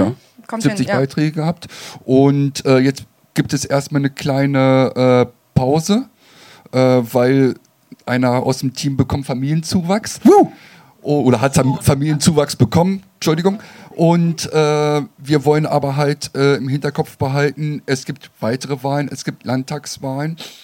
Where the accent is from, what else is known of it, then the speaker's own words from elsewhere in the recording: eastern Germany, Germany; now in Hanover, Germany; ich bin kein gebürtiger Lindner, ich komme ursprünglich aus den neuen Bundesländern